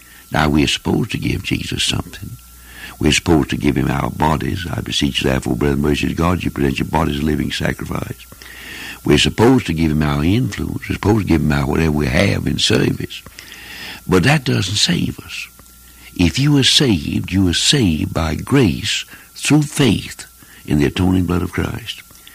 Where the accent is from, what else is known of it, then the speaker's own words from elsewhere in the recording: United States; As an American citizen